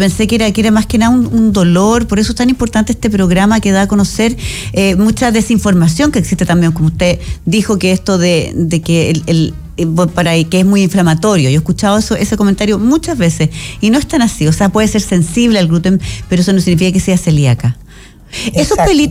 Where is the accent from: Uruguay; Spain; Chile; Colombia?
Chile; como decimos, chileno profundo